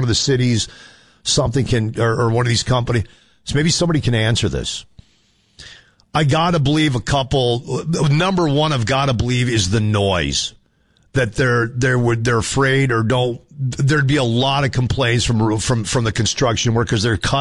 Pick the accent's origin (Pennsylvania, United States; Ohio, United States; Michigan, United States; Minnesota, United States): Minnesota, United States; Man, my home state. What has happened?